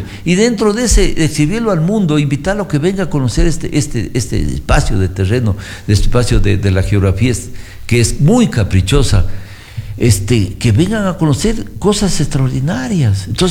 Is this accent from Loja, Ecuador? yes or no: yes; Loja, Ecuador; los lojanos, digamos, ni siquiera los baches nos vienen a coger